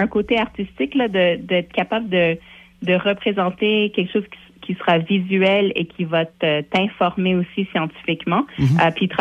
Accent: Montreal, Quebec, Canada; à Montréal, de où je viens, la ville de Montréal

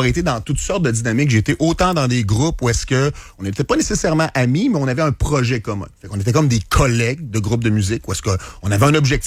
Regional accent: Rivière-du-Loup, Quebec, Canada; now in Quebec City, Canada; Je suis déménagé parce que moi, je viens du Bas-Saint-Laurent, je viens de Rivière-du-Loup.

